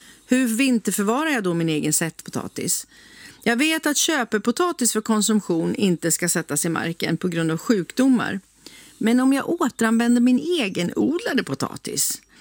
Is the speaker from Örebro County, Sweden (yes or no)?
yes; Örebro County, Sweden; Vet jag kommer ju från Närke.